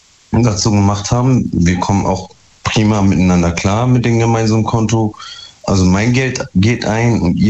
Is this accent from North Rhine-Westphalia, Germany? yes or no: yes; Duisburg, North Rhine-Westphalia, Germany; Ich komme aus Duisburg.